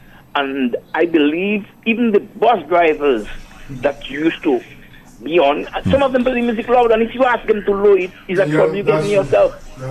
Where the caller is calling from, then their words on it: Guadeloupe; where I'm calling from Guadeloupe